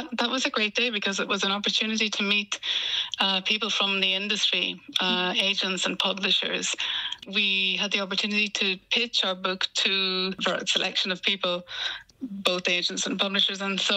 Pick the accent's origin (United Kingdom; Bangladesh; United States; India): United Kingdom; Northern Ireland; I am from County Tyrone. It's in the northwest.